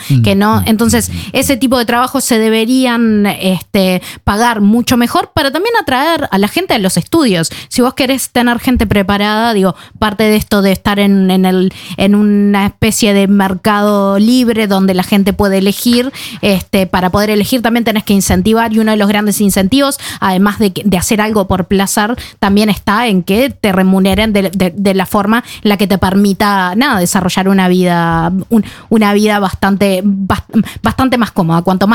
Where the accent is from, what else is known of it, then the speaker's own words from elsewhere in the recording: Uruguay; now in Norway; yo como uruguaya